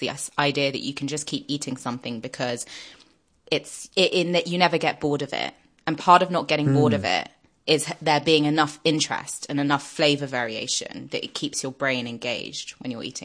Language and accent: English; Paris, Île-de-France, France; because I grew up in Paris